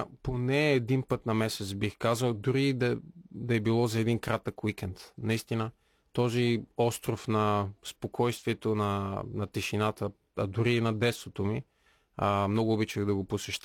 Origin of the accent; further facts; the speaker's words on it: Veliko Tarnovo, Veliko Tarnovo Province, Bulgaria; moved away; Аз съм родом от Велико Търново, но рода на баща ми е от Видинско и по-точно от село Балей, където има много власи.